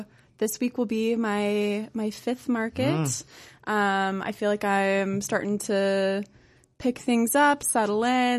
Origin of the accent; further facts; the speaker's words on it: the South, United States; moved away; I'm from the South originally